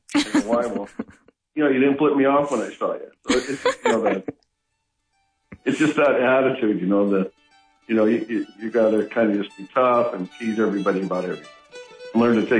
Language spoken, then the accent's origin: English; Butte, Montana, United States; moved away as an adult; now in California, United States; then I moved back to Butte for a couple more years. And then I moved to California in fall of 1987. Born and raised in Butte. I'm 65.